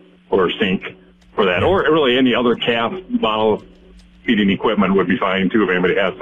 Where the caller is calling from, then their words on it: Rock Rapids, Iowa, United States; from Rock Rapids.